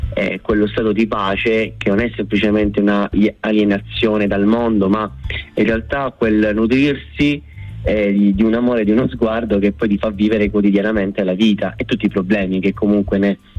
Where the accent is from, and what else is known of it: Messina, Sicily, Italy